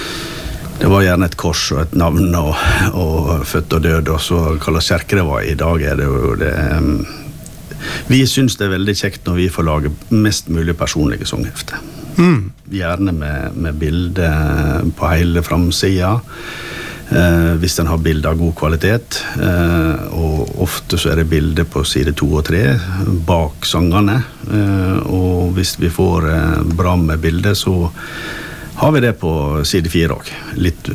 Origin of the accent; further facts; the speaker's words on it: Eid, Vestland, Norway; jeg vokste jo opp på Eid, så det var jo på Eid vi drev da, i de dager.